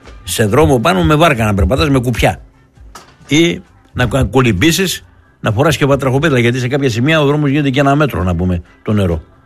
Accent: Thessaloniki, Central Macedonia, Greece; Δηλαδή, άμα το μάθει το παιδί από πού είστε και πού είμαι από τη Θεσσαλονίκη

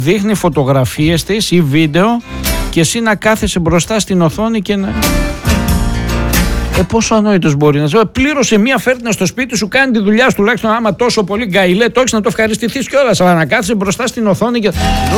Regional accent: Greece

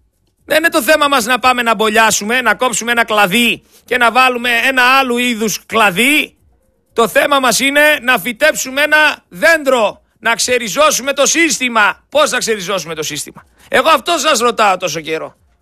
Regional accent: Greece

